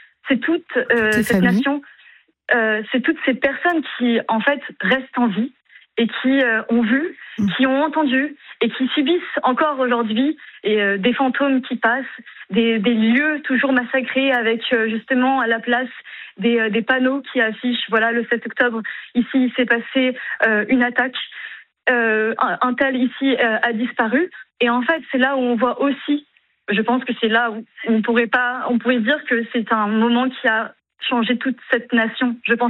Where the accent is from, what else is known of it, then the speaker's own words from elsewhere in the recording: France; J'ai toujours pensé qu'il fallait, je suis française, être juive dans le privé